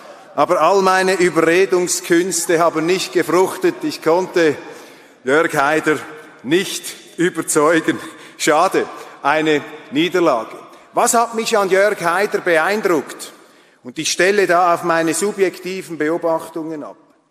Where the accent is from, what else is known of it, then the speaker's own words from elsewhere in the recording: Switzerland; für mich als Schweizer